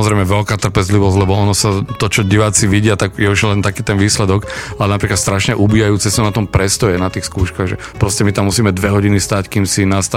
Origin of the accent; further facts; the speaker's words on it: Sereď, Trnava Region, Slovakia; som hral u mňa doma v Seredi